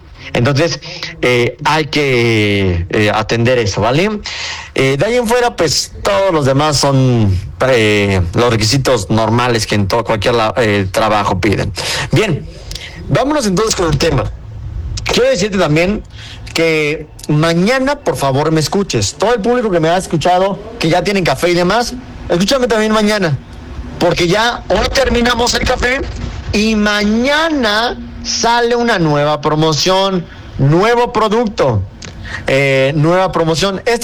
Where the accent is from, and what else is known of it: Mexico